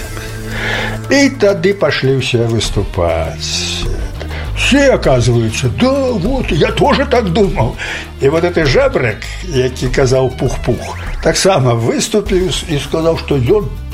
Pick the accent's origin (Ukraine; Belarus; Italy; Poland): Belarus; Звертаючи до комуністів, що ми білоруси, ми такі самі.